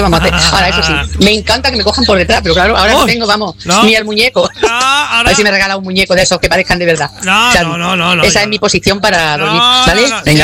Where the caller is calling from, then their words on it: Sabadell, Catalonia, Spain; de Sabadell.